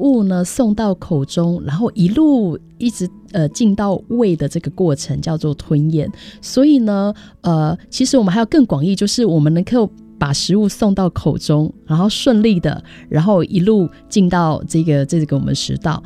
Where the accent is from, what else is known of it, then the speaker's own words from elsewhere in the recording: Taiwan; 我们台湾人很多老人家喜爱吃空麻好了、